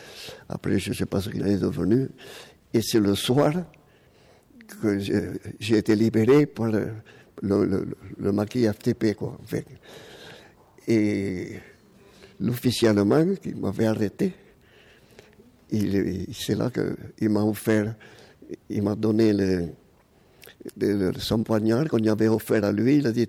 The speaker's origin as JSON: {"language": "French", "town": "Pont de Blaye", "region": "Nouvelle-Aquitaine", "country": "France", "tie": "born there", "said": "Je suis natif du pont de Blaye."}